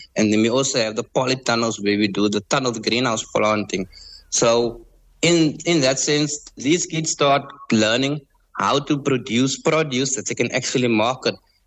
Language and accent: English; Cape Town, Western Cape, South Africa; I mainly grew up on a rural farm. I grew up in Cape Town, but I spent most of my time on the rural farm.